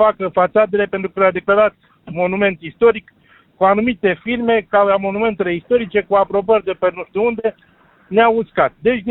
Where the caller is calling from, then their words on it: Bucharest, Romania; Mă numesc din București.